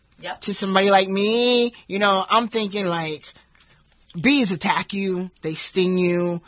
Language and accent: English; Springfield, Massachusetts, United States; you know, I'm from Springfield. You know, the 413, you heard?